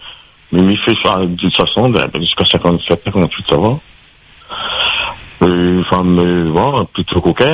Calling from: Saint-Denis, Réunion; Je suis Saint-Denis.

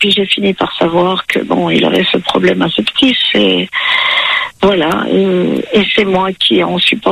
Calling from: Paris, Île-de-France, France; Voilà, donc moi j'habite à Paris.

